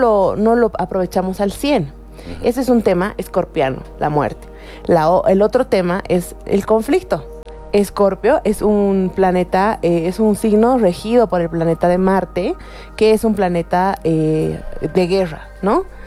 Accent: Bolivia; nuestra meta en la vida como bolivianos, se activa en octubre

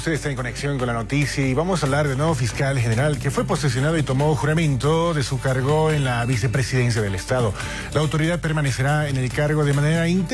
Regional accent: Bolivia

